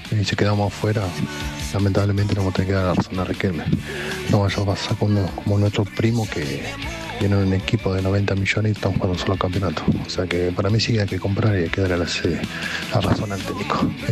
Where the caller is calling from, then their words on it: Buenos Aires, Argentina; soy de Matadero.